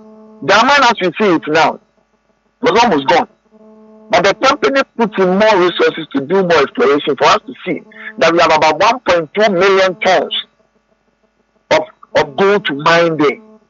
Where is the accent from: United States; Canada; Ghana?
Ghana; we are all Ghanaian.